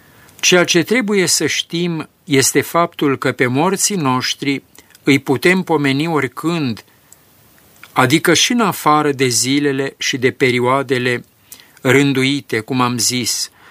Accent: Maramureș County, Romania; moved away; la mine în sat, de unde sunt eu din Maramureș

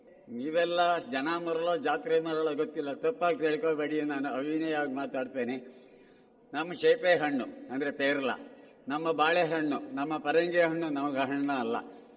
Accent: Kolar district, Karnataka, India; ನಮ್ಮ ಕೋಲಾರ ಜಿಲ್ಲೆಗೆ

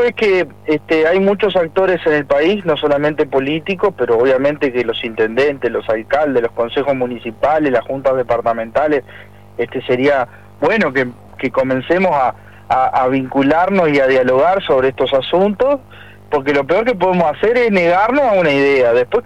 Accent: Colonia, Uruguay; Yo soy coloniense y vivo en Colonia.

